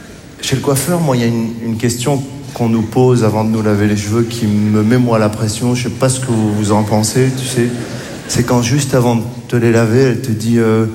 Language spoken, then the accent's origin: French; Morocco